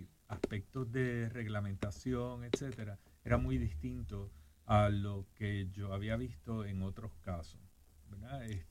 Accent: San Juan, Puerto Rico; Pero de Atorrey, de Floral Park.

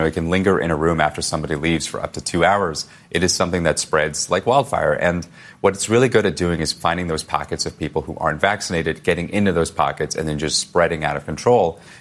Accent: Arizona, United States; now in New York, United States; in my home state of Arizona.

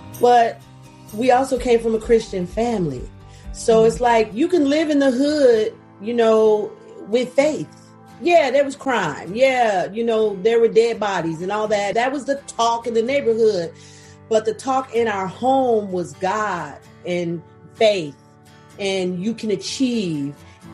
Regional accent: Chicago, Illinois, United States; I'm from Chicago.

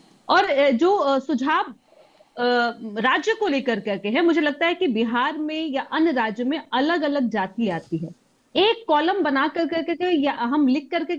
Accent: Bihar, India; मैं यादव कम्युनिटी से बिलोंग करती हूँ और मुझे पता है कि यादव, जो कि मैं बिहार से हूँ

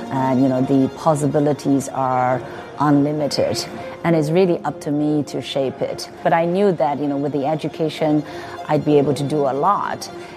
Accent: Beijing, China; Growing up in Beijing, in this city, right, there was only one color, gray.

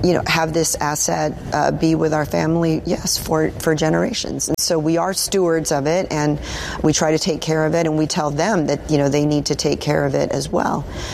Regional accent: Lawrence, Kansas, United States; I grew up in Lawrence, Kansas, home of the Kansas Jayhawks.

